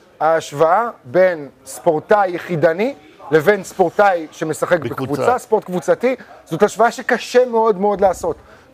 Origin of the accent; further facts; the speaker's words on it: Kfar Saba, Central District, Israel; born there; אני בתור ילד בן 6 מסתובב ברחוב המעפילים בכפר סבא.